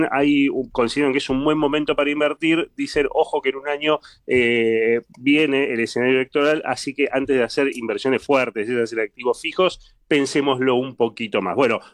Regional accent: Argentina; y también fíjate cómo somos los argentinos

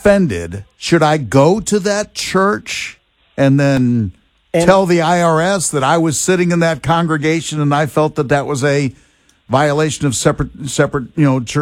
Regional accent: Elmwood Park, Illinois, United States; I'm from Elmwood Park and went to Illinois State.

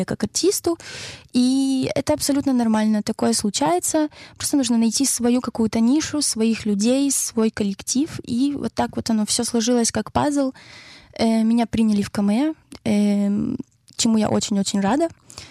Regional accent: Kyiv, Ukraine; now in Israel; Я из Украины, из Киева. Я танцовщица.

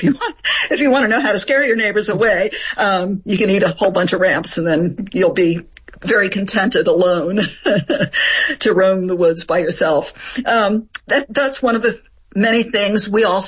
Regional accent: Appalachia, United States; also born or lived in France; although I was born and raised here in Appalachia, I spent 20 years in France.

